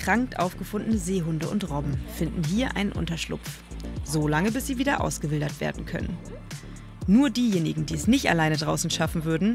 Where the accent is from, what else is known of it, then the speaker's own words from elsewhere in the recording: Bremen, Germany; moved away; Als Bremer Mädchen fühle ich mich jetzt schon nach nur ein paar Stunden im Norden wieder heimisch.